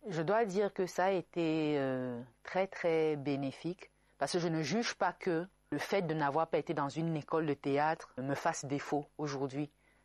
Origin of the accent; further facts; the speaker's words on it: Yaoundé, Centre, Cameroon; also born or lived in Douala, Cameroon; Je suis née à Douala, j'ai grandi à Yaoundé